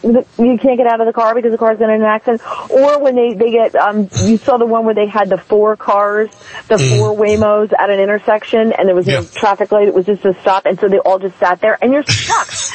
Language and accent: English; New Jersey, United States; And I'm from the People's Socialist Republic of New Jersey